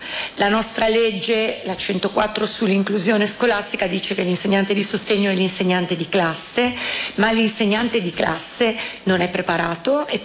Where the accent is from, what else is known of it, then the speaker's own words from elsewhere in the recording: Lombardy, Italy; io sono lombarda